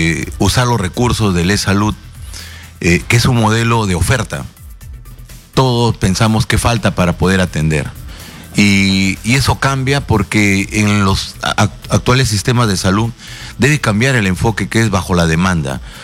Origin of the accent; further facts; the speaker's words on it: Peru; asumir un reto muy importante como peruano